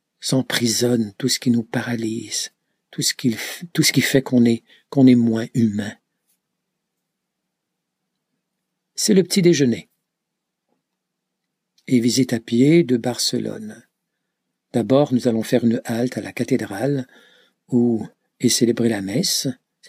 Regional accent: Quebec, Canada; Moi je viens, en tout cas, du Québec.

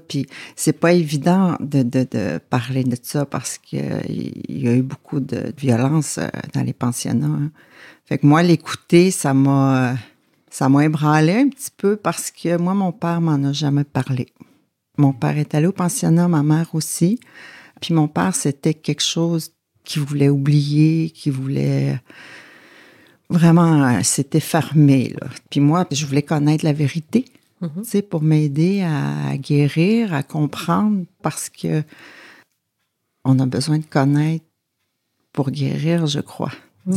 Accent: Uashat Mak Mani-utenam, Quebec, Canada; Oui, je viens de Magnotenam, comme vous dites. Je suis née à Québec en 1972.

